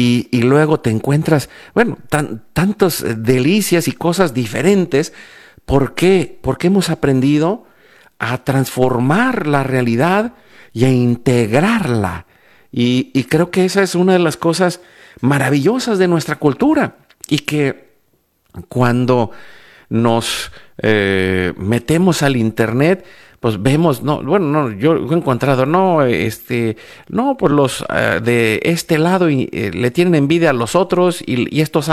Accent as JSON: {"language": "Spanish", "region": "Veracruz", "country": "Mexico", "tie": "born or raised there", "also_born_or_lived": "Yucatán"}